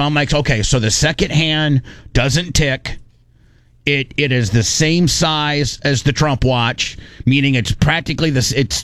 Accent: Warsaw, Indiana, United States; born or raised there; moved away as an adult

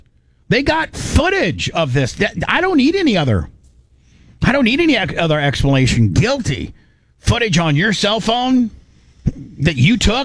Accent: Louisiana, United States; Man, I'm from Louisiana. I thought they were messed up, but man, this is crazy.

